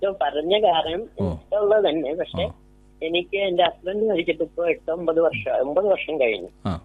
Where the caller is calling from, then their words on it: Thottappally, Kerala, India; ഞാൻ തോട്ടപ്പള്ളിയിൽ നിന്നാണ്.